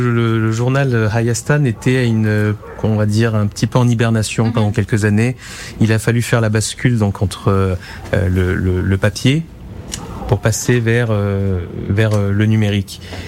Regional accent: Valence, Auvergne-Rhône-Alpes, France; now in Lyon region, France; j'ai un petit peu grandi dans les structures de la communauté arménienne. Je suis de Valence à la base

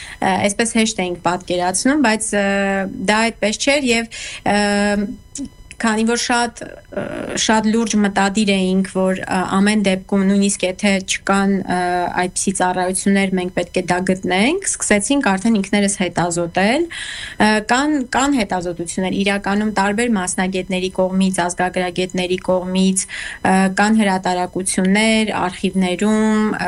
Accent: Goris, Syunik, Armenia; born there; now in Yerevan, Armenia; ես ծնունդով Գորիսից եմ

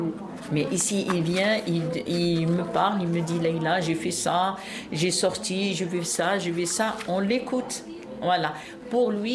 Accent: Algeria; French is a second language; now in France; Oui, oui, oui. Moi, je suis algérienne.

